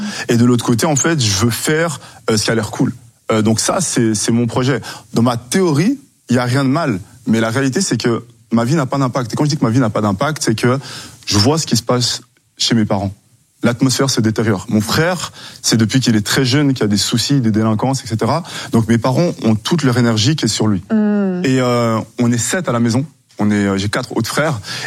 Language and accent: French; Switzerland; je viens de la Suisse, un pays que j'aime énormément